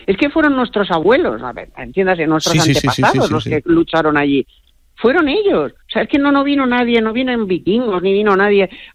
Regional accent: Spain; O sea, yo soy española, me siento muy orgullosa de ser española, me siento muy orgullosa de mis raíces

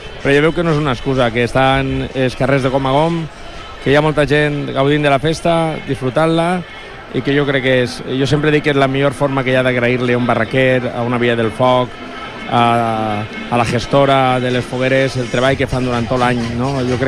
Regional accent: Finestrat, Valencian Community, Spain; also born or lived in Alicante; Ja sabeu que sóc de Finestrat, però el que no sap la gent és que jo soc nascut a Alacant

